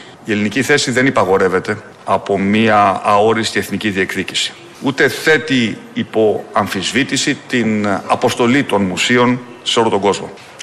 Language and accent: Greek; Greece